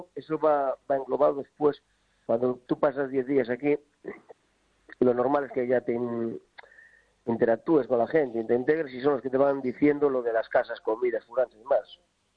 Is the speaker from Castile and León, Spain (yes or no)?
no; Galicia, Spain